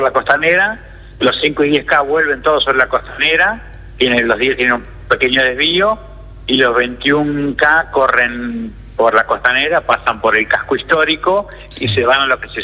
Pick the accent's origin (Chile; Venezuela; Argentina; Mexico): Argentina; yo soy argentino